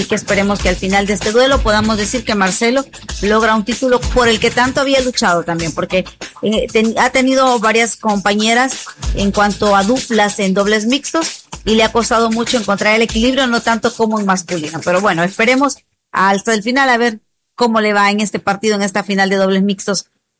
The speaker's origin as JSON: {"language": "Spanish", "country": "El Salvador", "said": "es relevante para nosotros como salvadoreños."}